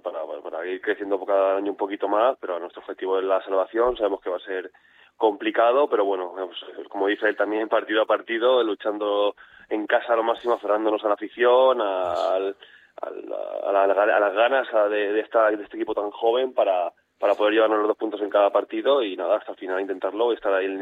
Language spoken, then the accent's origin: Spanish; Alicante, Valencian Community, Spain; now in Valencia, Spain; más para mí que soy alicantino y, sí. Y que estoy aquí ahora jugando en Valencia